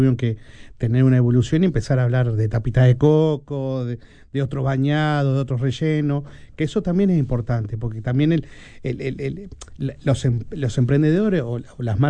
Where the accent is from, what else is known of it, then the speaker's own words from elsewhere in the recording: Mercedes, Soriano, Uruguay; yo soy de Mercedes